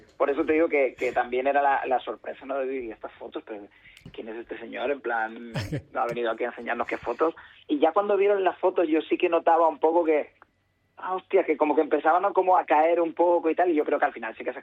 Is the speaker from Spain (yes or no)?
yes; Sant Pere de Ribes, Catalonia, Spain; Yo soy de Sant Pere de Ribes.